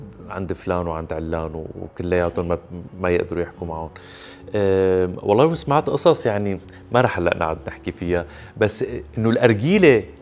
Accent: Syria

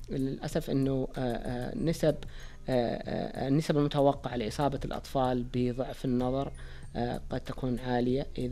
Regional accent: Saudi Arabia; وأعتقد عندنا بالسعودية هنا

